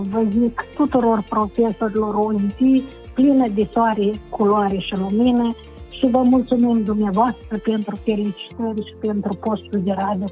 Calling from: Colonița, Chișinău, Moldova; Și eu sunt din Coloniță

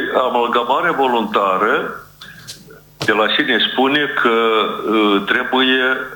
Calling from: Ștefan Vodă District, Moldova

